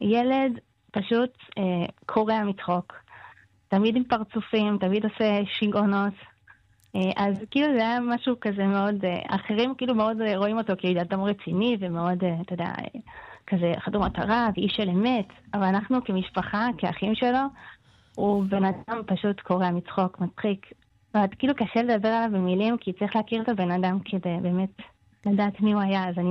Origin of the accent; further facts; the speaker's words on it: Northern District, Israel; אני גם הייתי בצפון, כי אני צפונית